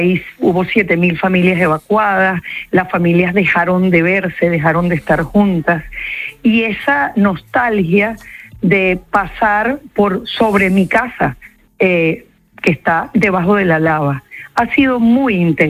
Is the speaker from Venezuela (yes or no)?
yes; Venezuela